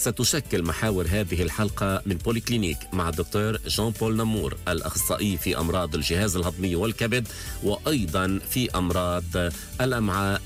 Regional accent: Lebanon; نحن كلبنانيين

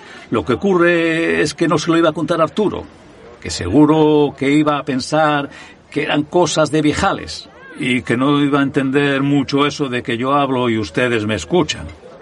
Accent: Gijón, Asturias, Spain; Soy de Gijón de toda la vida. He trabajado por más de 50 años en el puerto del Musel y vivo en la barriada del Llano.

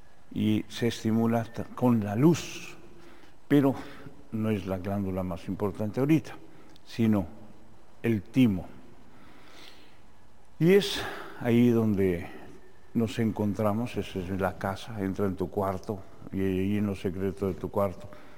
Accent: Mexico City, Mexico; born there; por la San Juan de Aragón y Casa Alemán, donde yo nací

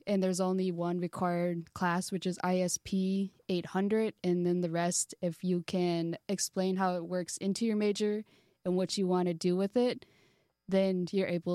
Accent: Minnesota, United States; even though I am Ojibwe from Minnesota and you would think like I should be good at navigating, I am not.

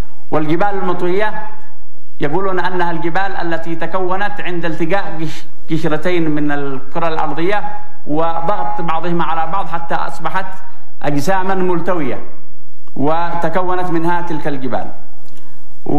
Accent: Yemen; بلدنا اليمن

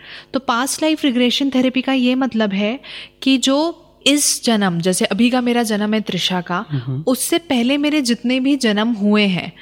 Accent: Bhopal, Madhya Pradesh, India; born or raised there

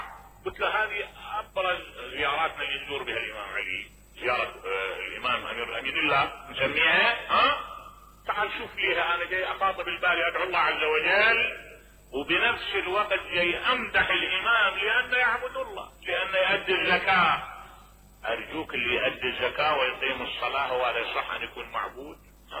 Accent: Najaf, Najaf Governorate, Iraq; قال لي انت منين؟ قلت انا من النجف.

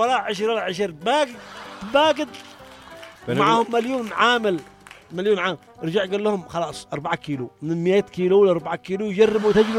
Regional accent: Morocco; وتري السجارة عندنا في المغرب وعشاء ثلاثة أيام.

